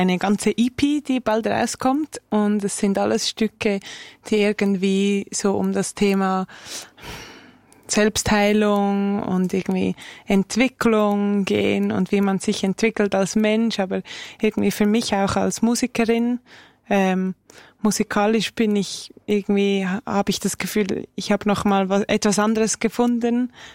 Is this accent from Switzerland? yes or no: yes; Zurich, Switzerland; Und ja, ich bin auch in Zürich aufgewachsen und wir sind an dieselbe Schule gegangen.